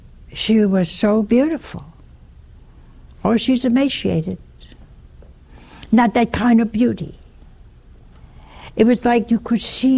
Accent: Ohio, United States; we came from Ohio. We've been here almost 40 years. And I have people here I love, but I didn't know them in Ohio.

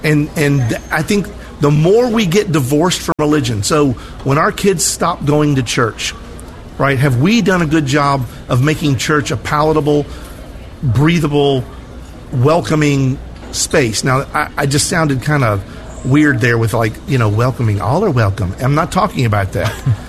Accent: United States; born there; I'm an American. I was born in America. I love this country.

